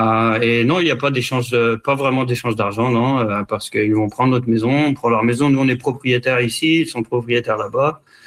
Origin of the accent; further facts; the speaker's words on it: Canada; moved away as an adult; J'ai dit ok, on est Canadien, on vient habiter en France pendant un an.